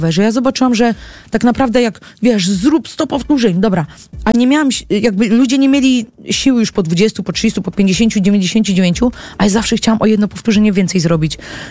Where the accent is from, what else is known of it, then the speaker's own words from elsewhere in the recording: Olsztyn, Warmian-Masurian Voivodeship, Poland; Ja jestem z Olsztyna i był Stomil Olsztyn.